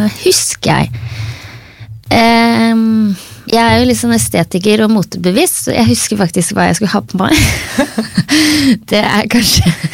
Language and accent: Norwegian; Oslo, Norway; jeg vokste opp i Oslo, og de begge nordlendinger.